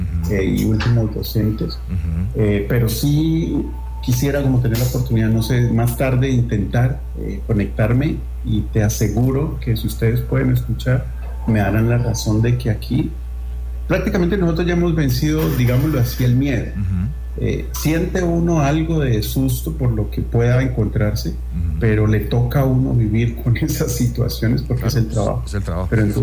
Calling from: Cali, Valle del Cauca, Colombia; Muy bien, yo te estoy hablando desde la ciudad de Cali.

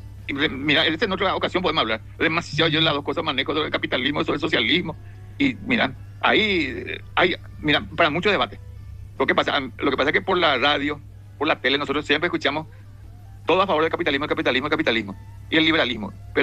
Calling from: Paraguay

